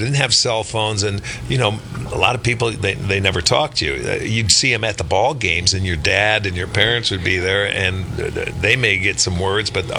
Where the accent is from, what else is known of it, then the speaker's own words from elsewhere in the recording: New York, United States; And I didn't know much about the Yankees, but I'm from New York.